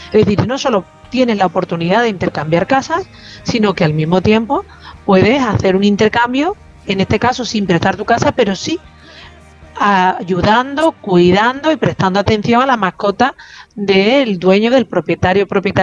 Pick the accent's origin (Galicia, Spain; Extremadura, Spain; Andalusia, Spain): Andalusia, Spain; accent: Andalusian